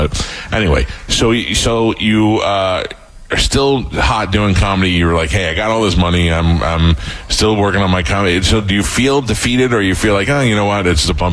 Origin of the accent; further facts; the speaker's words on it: Staten Island, New York, United States; Now, when I was a kid, Queens was like, I grew up in Staten Island. I was afraid of Queens.